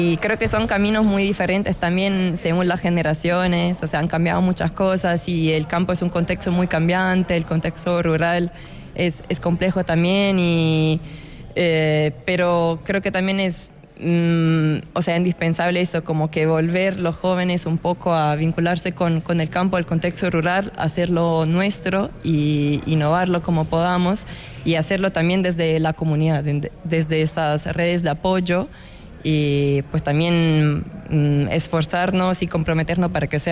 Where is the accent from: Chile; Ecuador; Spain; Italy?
Italy; moved away; tengo 26 años y soy de Italia. Vengo de un pueblo muy chiquito en la costa este, la costa adriática de Italia. Y pues es un pueblo que en la antigüedad solía ser un pueblo de campesinos con muchos viñedos y mi familia justamente viene del campo.